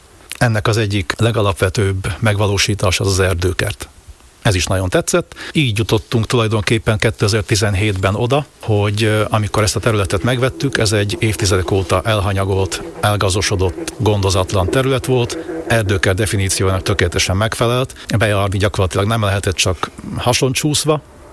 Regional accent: Baraca, Borsod-Abaúj-Zemplén, Hungary; Ugye én is, feleségem is faluhelyre születtünk, tehát volt ebben némi hozott tapasztalat, nem volt teljesen idegen ez a terület. Ha visszagondolok, akkor 7 éves koromig Baraccán éltünk

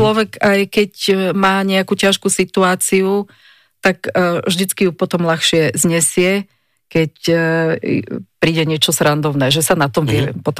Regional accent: Modra, Bratislava Region, Slovakia; Tak ja som taký lokál patriot a možno aj tým, že teda pracujem, jednak som z Modrí a pracujem v tom múzeu

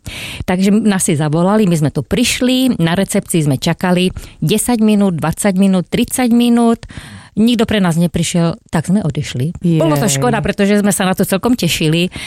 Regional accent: Stará Turá, Trenčín Region, Slovakia; moved away as an adult; now in Moravia, Czechia; My sme z Trenčianskeho regiónu, z malebného mestečka Stará Tura. To je kúsok od Myjavy, od Trenčína.

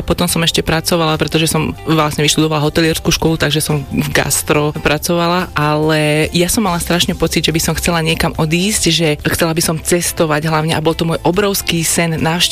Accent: Bojnice, Trenčín Region, Slovakia; born there; now in Bratislava, Slovakia; mám 37 rokov, narodila som sa v Bojniciach v Prievidzi, ale bývam a pôsobím v Bratislave

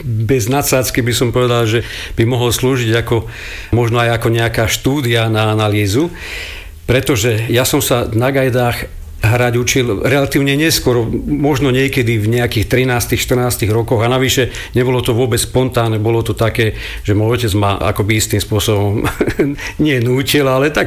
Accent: Zlaté Moravce, Nitra Region, Slovakia; born there; also born or lived in Veľká Lehota; Som mal 5 rokov, keď sme sa z mojho rodiska z Veľkej Lehoty odsťahovali do Zlatej Moravie

